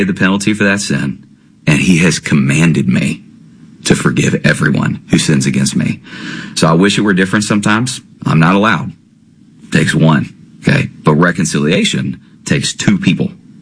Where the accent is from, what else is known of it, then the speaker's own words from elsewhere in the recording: Kentucky, United States; I grew up in Kentucky